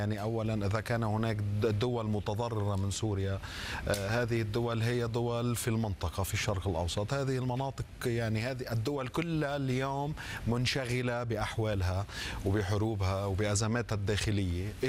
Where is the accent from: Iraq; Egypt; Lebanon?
Lebanon; أنا كلبناني وكمراقب لبناني وصحفي لبناني أعرف بصمات البعث.